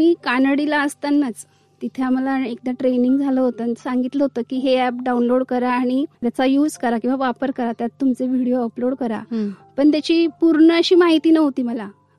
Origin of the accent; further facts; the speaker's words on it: Malegaon, Maharashtra, India; माझं बालपण मालेगाव मध्ये गेलं.